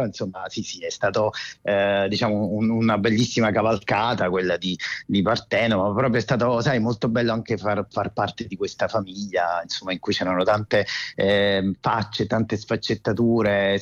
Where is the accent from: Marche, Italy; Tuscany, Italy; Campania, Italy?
Campania, Italy; Caserta; now in Rome, Italy; perché io sono di Caserta, anche se, insomma, vivo a Roma da tanto tempo, poi ho vissuto fuori anche dall'Italia